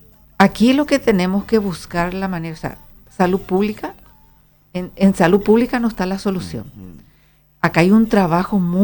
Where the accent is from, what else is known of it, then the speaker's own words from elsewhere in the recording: Encarnación, Itapúa, Paraguay; todos saben que yo soy de Encarnación.